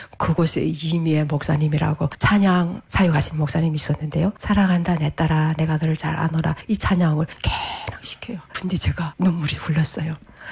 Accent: North Korea; now in South Korea; 아 그래서 내가 나는 북한에서 왔다고 이랬어요.

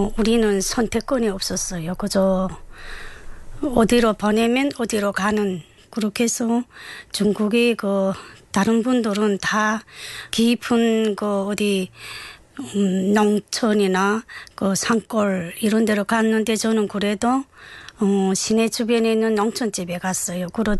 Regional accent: South Hamgyong, North Korea; moved away as an adult; now in South Korea; 우리 그 고난의 행군을 하면서 우리 고향 땅은 진짜 그 삶을 위한 투쟁 속에서 열심히 벌면서 너가 아니면 나 이런 생활이 방식 속에서 살아오던 그런 고향이었어요.

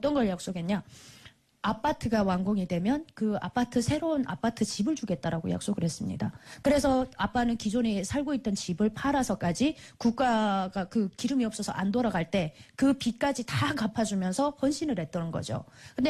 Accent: North Korea; moved away as an adult; now in South Korea; 북한에서는 할수 없지만 다른 나라에 가서 할 수가 있겠다라고 해서 제가 탈북을 했습니다.

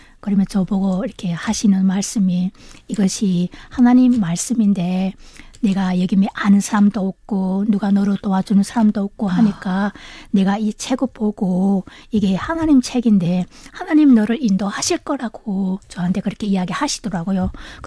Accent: North Korea; now in South Korea; 안녕하세요.

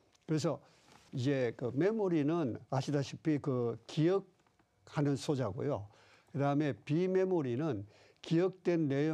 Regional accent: Daegu, South Korea; moved away as an adult; 저는 그 고향이 대구입니다. 대구에서 고등학교까지 졸업하고 대학을 서울로 진학했습니다.

